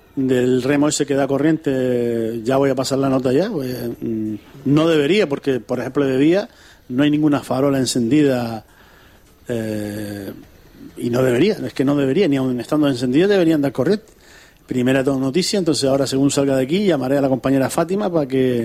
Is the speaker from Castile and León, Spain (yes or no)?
no; Canary Islands, Spain; nosotros, como buenos canarios